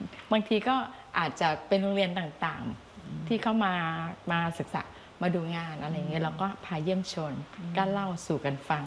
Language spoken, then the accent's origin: Thai; Ubon Ratchathani, Thailand; born there; เราเกิดที่จังหวัดอุบล